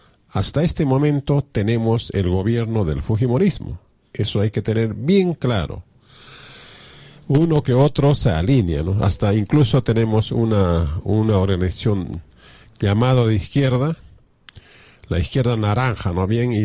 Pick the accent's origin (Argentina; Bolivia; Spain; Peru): Peru; now in Arequipa, Peru